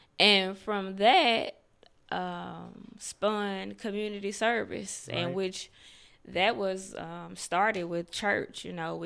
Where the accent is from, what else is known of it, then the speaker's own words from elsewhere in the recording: North Little Rock, Arkansas, United States; born and raised in North Little Rock. Dixie community